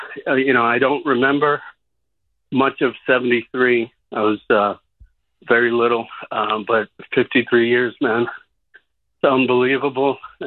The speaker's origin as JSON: {"language": "English", "town": "New York City", "region": "New York", "country": "United States", "tie": "born or raised there", "said": "Growing up in Queens, every 3-4 blocks, there's a court"}